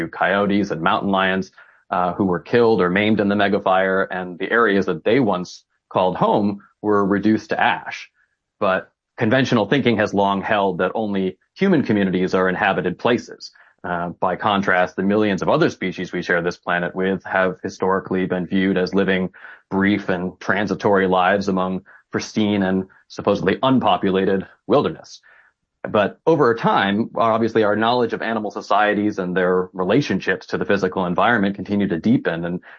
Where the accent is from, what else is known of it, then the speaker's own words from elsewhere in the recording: Virginia, United States; I grew up in Virginia and the suburbs outside of D.C.